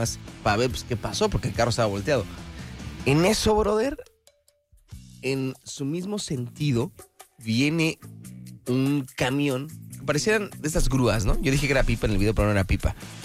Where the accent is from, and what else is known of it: Mexico